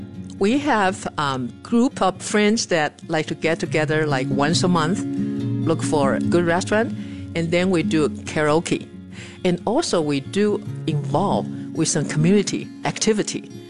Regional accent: Taiwan; now in Colorado, United States; I was born and raised in Taiwan. I am 71 years old

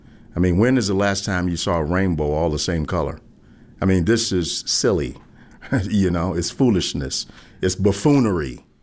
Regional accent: Chicago, Illinois, United States; now in Denver, United States; my hometown is Chicago.

